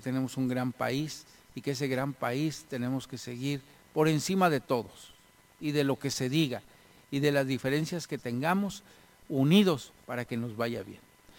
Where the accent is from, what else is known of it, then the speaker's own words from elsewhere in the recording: Mexico; tengamos mejores oportunidades como mexicanos y que nos vaya mejor en este país que tanto amamos y tanto queremos.